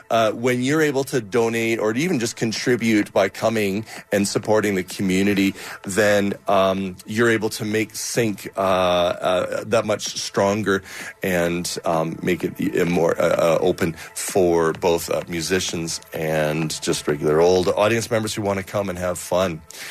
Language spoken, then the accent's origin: English; Calgary, Alberta, Canada; I'm born and raised in Calgary, and so the community just runs so deep here, so you just kind of know people from everywhere.